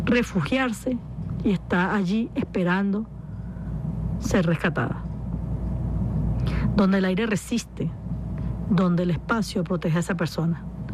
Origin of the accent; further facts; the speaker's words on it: Venezuela; yo también soy venezolana